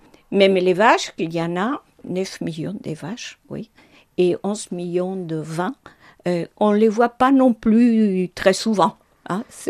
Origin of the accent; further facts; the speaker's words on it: Uruguay; moved away; la Pampa, chez nous en Uruguay, c'est bien la fin de la Pampa argentine.